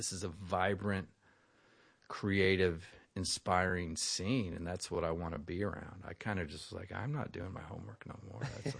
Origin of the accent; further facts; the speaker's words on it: Franklin, Tennessee, United States; also born or lived in Nashville, Tennessee / Knoxville, Tennessee; I was in Franklin, Tennessee as a teenager. I went to high school in Nashville